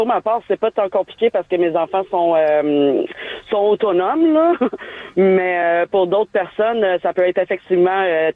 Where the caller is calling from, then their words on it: Montreal, Quebec, Canada; je suis à Verdun.